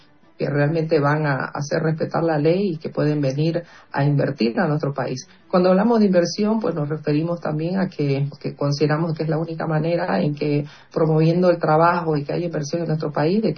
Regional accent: Santa Cruz, Bolivia; los valores que tenemos como pueblo cruceño y como pueblo boliviano

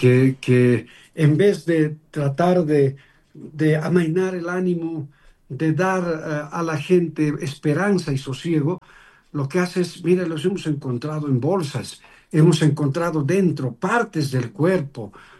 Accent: Bolivia; Y eso es lo que nosotros como bolivianos que tenemos que comenzar a liberarnos de este tipo de políticos inhumanos

